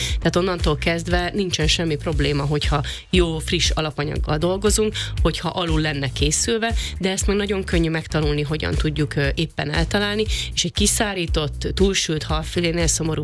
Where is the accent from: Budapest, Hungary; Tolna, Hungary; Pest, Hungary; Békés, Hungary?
Tolna, Hungary; Szekszárd; én ugye szekszárdi lány vagyok, mi a Duna mellett nőttünk fel, mi bajai halászlevet eszünk minden hónapban körülbelül kétszer.